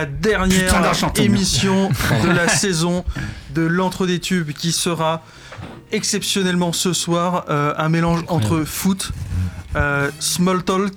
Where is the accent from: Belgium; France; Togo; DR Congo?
France; en tant que Français